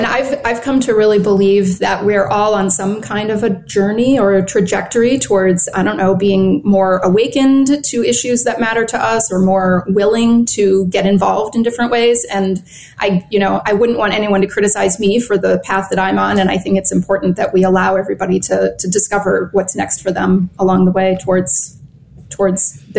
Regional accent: Toledo, Ohio, United States; now in Chicago, United States; I grew up in Ohio, in Toledo, Ohio, actually, but I've been here in Chicago for 25 years, so it feels like home now.

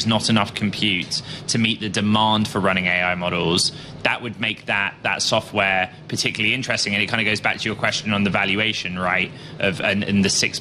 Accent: United Kingdom; moved away as an adult; now in United States; as a British person who's lived in the States for almost a decade

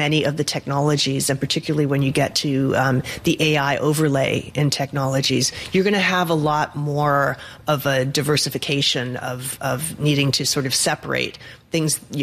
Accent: New England, United States; I mean, I come from New England.

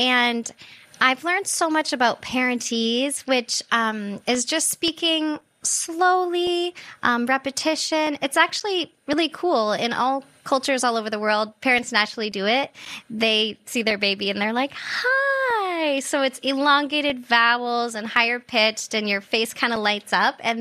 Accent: Maine, United States; It was really wonderful. I loved being outside and kind of had that 80s, 90s childhood where you were out until your parents were like, come home, and the street lights went on

